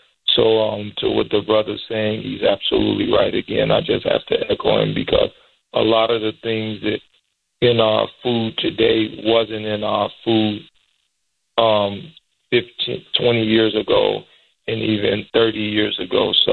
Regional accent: Israel; me growing up in Israel and never having meat or dairy in my life

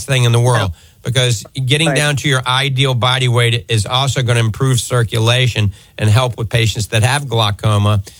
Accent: New Orleans, Louisiana, United States; Growing up in New Orleans, I ate a lot of shrimp.

